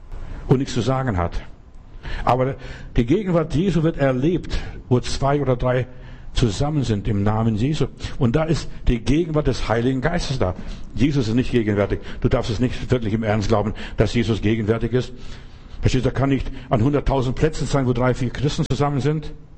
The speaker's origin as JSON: {"language": "German", "region": "Bavaria", "country": "Germany", "tie": "born or raised there", "said": "ich bin ja in Bayern groß geworden, ich weiß, da war so schön, Kapelle so am Weg irgendwo"}